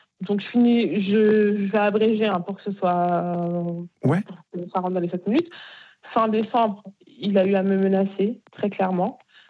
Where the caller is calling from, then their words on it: Bayonne, Nouvelle-Aquitaine, France; moi, je viens de Bayonne.